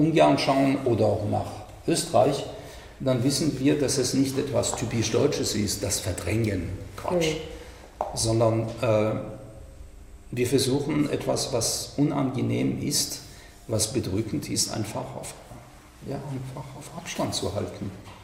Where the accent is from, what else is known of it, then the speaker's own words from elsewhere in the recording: France; Ich komme aus Frankreich.